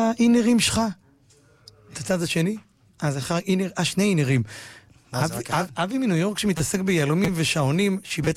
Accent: Bat Yam, Tel Aviv District, Israel; גם אני גדלתי בבת ים.

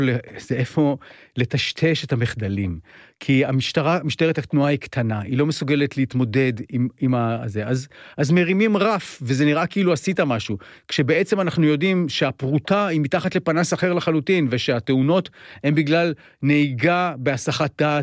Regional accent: Jerusalem, Jerusalem District, Israel; moved away as an adult; אני ירושלמי פעם, עד גיל 18 הייתי ירושלמי, בן אדם, אני כבר בן 200.

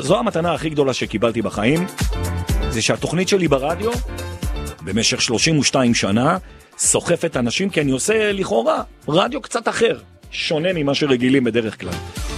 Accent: Jerusalem, Jerusalem District, Israel; כי אני ירושלמי, מותר לי

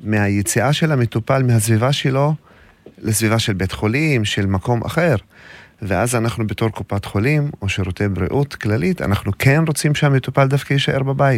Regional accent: Eilabun, Northern District, Israel; אני מגיע מאלבון

